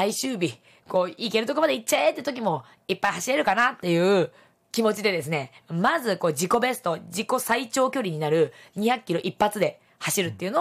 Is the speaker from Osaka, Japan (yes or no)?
no; Tokyo, Japan; はい、私ですね、東京都出身なんですけど、もうめちゃめちゃ関西大好きで